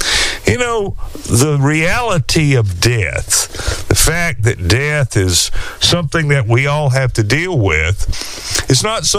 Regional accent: Alabama, United States; born or raised there

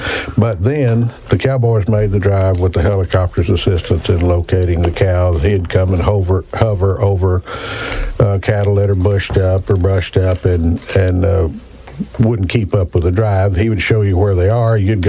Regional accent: Texas, United States; we moved to the ranch. My dad went to work for Wagner's in 1951, and we moved to the ranch shortly thereafter.

